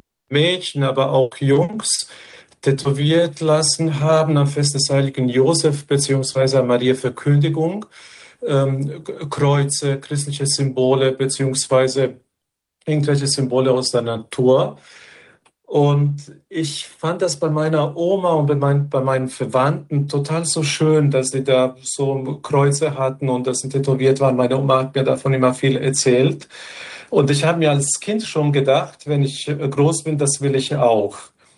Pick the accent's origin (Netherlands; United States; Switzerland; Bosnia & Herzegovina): Bosnia & Herzegovina; Und wenn ich mich an Bosnien, an meine Kindheit bis zu me